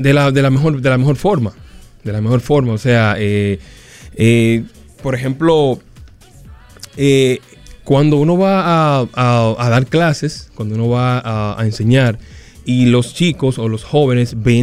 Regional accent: San Cristóbal, Dominican Republic; moved away as an adult; now in Santo Domingo, Dominican Republic; Yo soy oriundo de San Cristóbal.

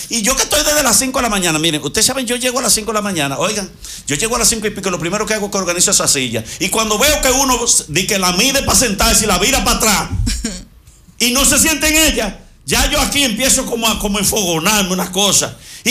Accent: Dominican Republic; somos dominicanos y hay que seguir vivo.

